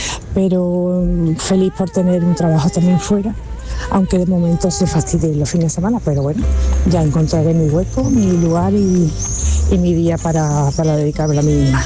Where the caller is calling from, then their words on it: Seville, Andalusia, Spain; de Sevilla.